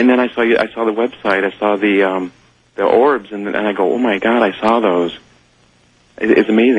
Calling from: Atlanta, Georgia, United States; I'm in Atlanta, Georgia.

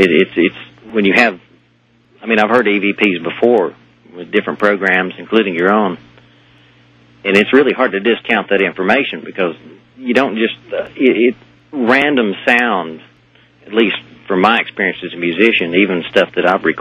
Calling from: Asheville, North Carolina, United States; I'm listening to your show, WWNC, in Asheville, North Carolina.

